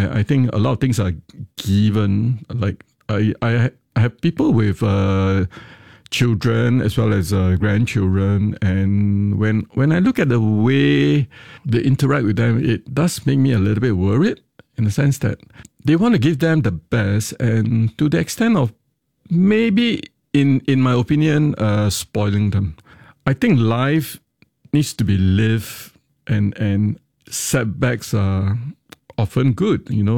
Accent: Singapore; born there; people of my vintage appreciate growing up in Singapore.

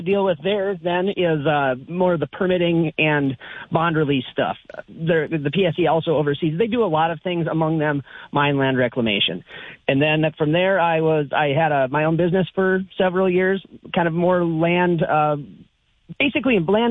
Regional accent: North Dakota, United States; Well, originally I am from the Regan-Wilton area. I went to NDSU

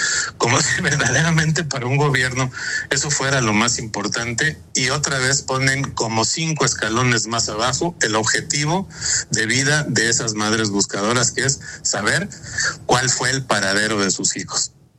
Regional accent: Mexico; a mí francamente sí me hizo sentir, digamos que mal como mexicano

